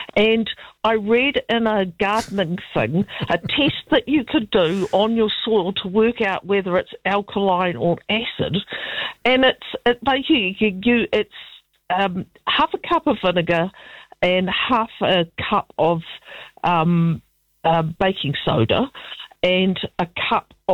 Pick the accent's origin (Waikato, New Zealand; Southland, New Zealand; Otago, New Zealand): Otago, New Zealand; Dunedin; moved away; I'm originally from Dunedin